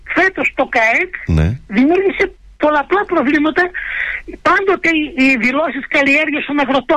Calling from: Pentapoli, Central Macedonia, Greece; Θα σου πω για το χωριό μου την Πεντάπολη.

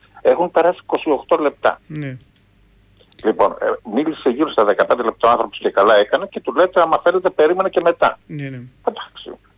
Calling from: Keratsini, Attica, Greece; από το Κερατσίνη.

